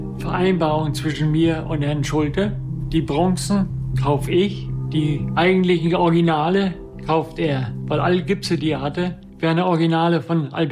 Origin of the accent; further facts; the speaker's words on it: Markin, Germany; born there; now in Schwerin, Germany; Ich komme hier aus Schwerin jetzt. Bin geboren in Markin.